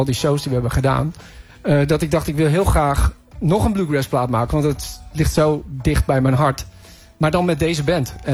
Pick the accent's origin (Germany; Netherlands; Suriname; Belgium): Netherlands; Zwolle, Overijssel; het hele project in Zwolle, waar ik vandaan kom.